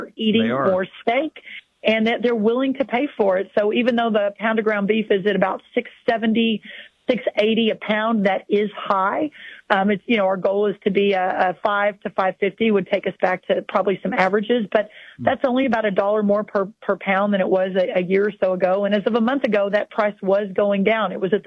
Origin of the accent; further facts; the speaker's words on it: Texas, United States; and I'm from Texas, so for your southern listeners